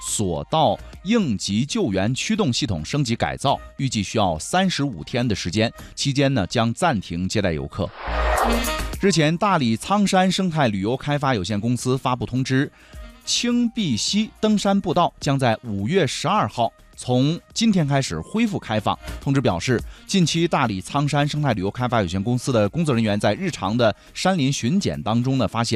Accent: Yunnan, China; 咱们云南人

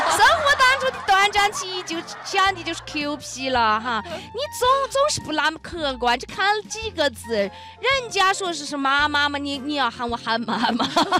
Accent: Kunming, Yunnan, China; 我们俩是纯正的 昆明人， 我们是纯正的昆明哟

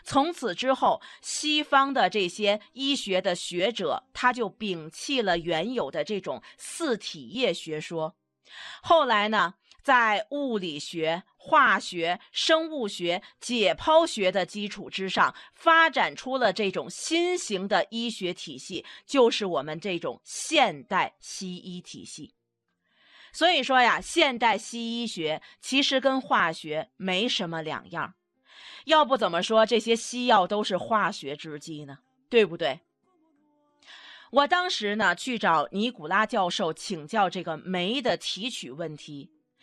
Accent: China; 在国际舞台上，我们中国人真的很容易被别人看轻。

